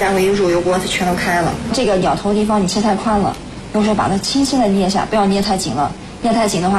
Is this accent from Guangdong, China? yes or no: no; Yinchuan, Ningxia, China; 我们银川人常用于炒菜、炸制一些东西。